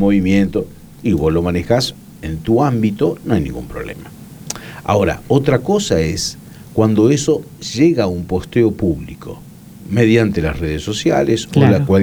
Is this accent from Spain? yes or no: no; Argentina